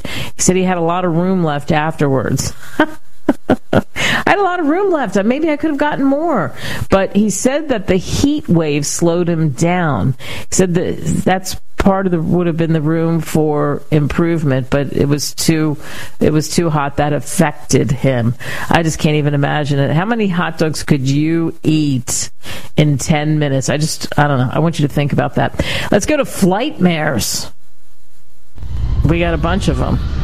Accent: Cherry Hill, New Jersey, United States; where I grew up in Cherry Hill, Route 38, and we used to go down the Black Horse Pike

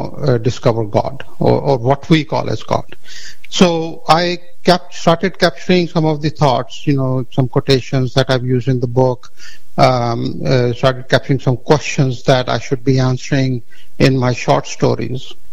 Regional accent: India; So I grew up in India, and you know, during my youth, there were the new things that were coming up were computers

